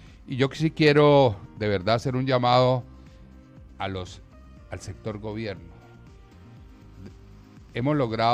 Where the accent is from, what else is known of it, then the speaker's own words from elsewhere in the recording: Tibú, Norte de Santander, Colombia; mi niñez fue en Tibú y las casas eran de terniz y en esa época hacía mucho calor